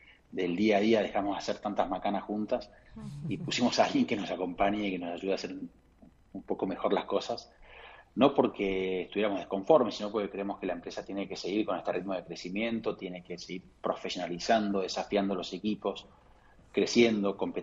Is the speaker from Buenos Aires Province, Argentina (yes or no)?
yes; Tigre, Buenos Aires Province, Argentina; Yo vengo del Tigre, con lo cual para nosotros el río, el delta, los arroyos es muy común.